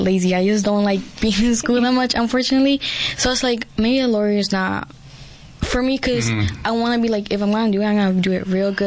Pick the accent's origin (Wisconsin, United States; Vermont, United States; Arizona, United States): Arizona, United States; Yuma; born there; also born or lived in California; And then I moved to Yuma, like my fifth grade year.